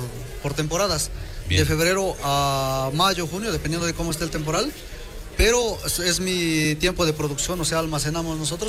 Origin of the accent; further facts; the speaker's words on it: Mixteca, Mexico; se dice que es la puerta de la Mixteca, ¿no? De mi pueblo